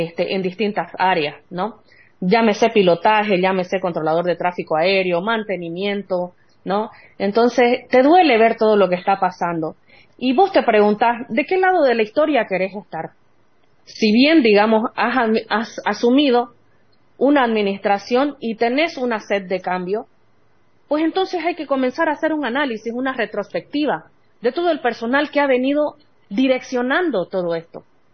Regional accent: Bolivia

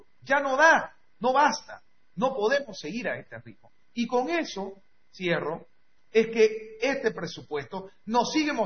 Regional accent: Bolivia; la cuenta que están queriendo que paguemos los bolivianos

